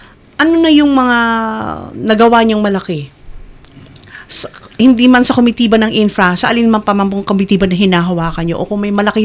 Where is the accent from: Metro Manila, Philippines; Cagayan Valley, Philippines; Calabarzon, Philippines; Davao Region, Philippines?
Calabarzon, Philippines; General Luna; Sa amin sa General Luna, may maganda na rin kaming barangay hall.